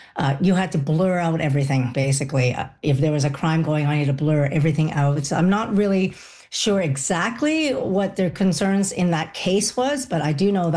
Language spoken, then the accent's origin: English; Hong Kong; moved away; I'm from Hong Kong